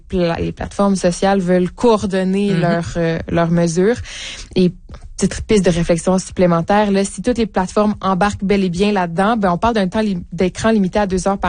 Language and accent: French; Quebec, Canada; ici, ouais, chez nous, au Canada, au Québec